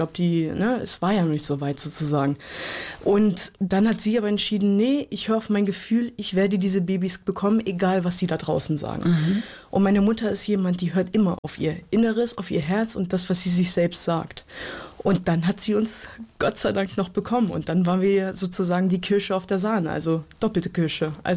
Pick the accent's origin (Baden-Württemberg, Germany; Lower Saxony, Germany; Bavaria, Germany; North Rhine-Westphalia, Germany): Lower Saxony, Germany; Hanover; Weil wir sind in Hannover-Linden groß geworden.